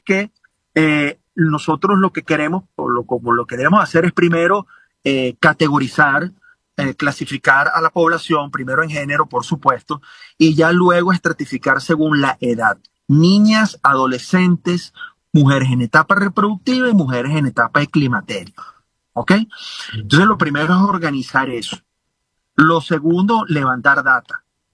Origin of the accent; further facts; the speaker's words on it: Venezuela; todos somos médicos venezolanos, certificados, acreditados